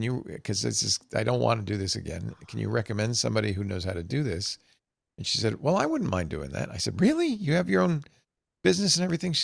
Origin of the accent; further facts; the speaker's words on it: Rhode Island, United States; And I said, oh, nice. So I grew up there.